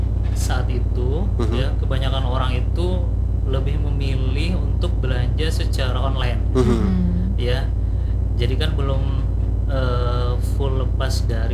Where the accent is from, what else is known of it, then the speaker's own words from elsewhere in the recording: South Kalimantan, Indonesia; born there; Mencerminkan memang orang Jawa Barat. Tapi pada kenyataannya saya lahir di Kalimantan Selatan.